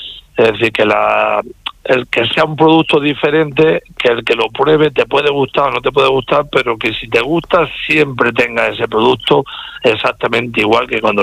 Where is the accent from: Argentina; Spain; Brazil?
Spain; Calasparra, Region of Murcia; yo soy de Calasparra, de la zona de Caravaca